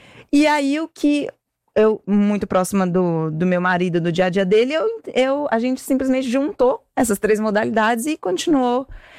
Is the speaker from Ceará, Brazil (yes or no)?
yes; Fortaleza, Ceará, Brazil; moved away as an adult; eu nasci em Fortaleza, fui criada lá, e passei na faculdade no Rio de Janeiro para fazer administração na FGV.